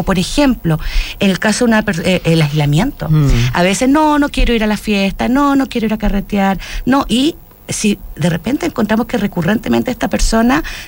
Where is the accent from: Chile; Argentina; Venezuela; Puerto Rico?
Chile